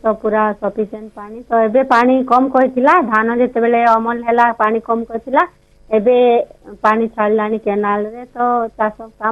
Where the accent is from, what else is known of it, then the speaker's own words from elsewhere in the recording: Katapali, Odisha, India; ନାଇଁ ନାଇଁ ଆଜ୍ଞା, ସହରରେ ନାଇଁ, ବରଗଡ଼ ସହର ଠାରୁ ଆଉ ଗୋଟେ ଗାଁ କଟାପାଲି ଆମ ଗାଁ, ଆମ ଗାଁରୁ ବରଗଡ଼ 8 କିଲୋମିଟର ଆଜ୍ଞା।